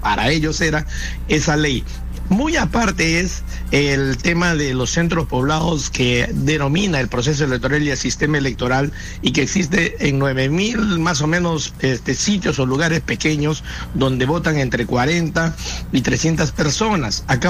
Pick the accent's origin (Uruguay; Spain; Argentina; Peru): Peru; Iquitos, Loreto; moved away; visitar mi tierra en Iquitos